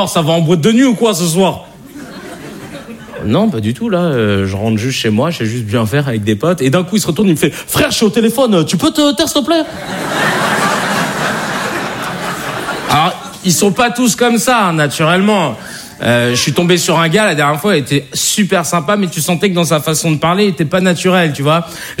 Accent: Paris, Île-de-France, France; Vous savez, j'ai grandi à Paris dans le 19e. Et ensuite, j'ai déménagé dans une ville qui s'appelle Arcueil, au sud de Paris.

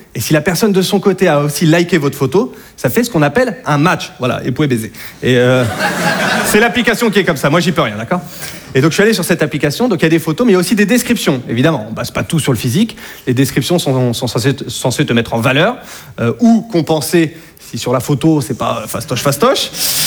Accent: Hauts-de-France, France

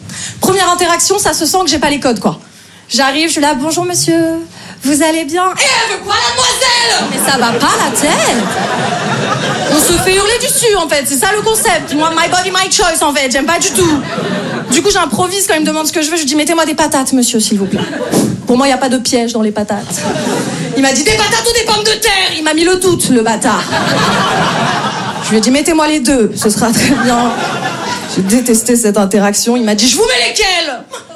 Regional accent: Paris, Île-de-France, France; Je me présente, moi … moi je viens de Paris. J'essaye de jouer un peu dans plein de villes en France.

